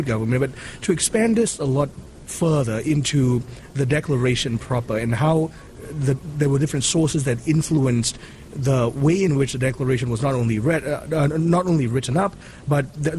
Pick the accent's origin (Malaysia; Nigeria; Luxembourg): Malaysia; Kuala Lumpur, Federal Territory of Kuala Lumpur; I grew up in Kuala Lumpur, Malaysia, and I memorized that preamble, so yes.